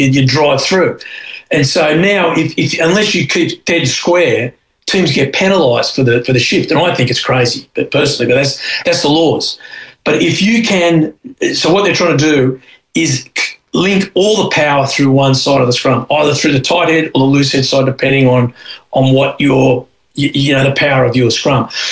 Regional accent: Australia; So as an Australian

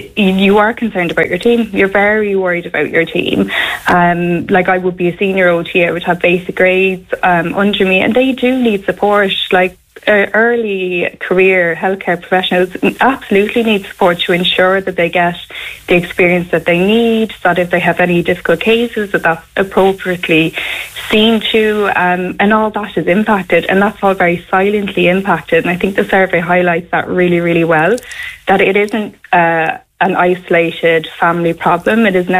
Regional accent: Cork, Munster, Ireland; now in Naas, Ireland; I'm originally from Cork. My husband is from Kildare. We're quite similar in that we moved down here. We've made NACE our home

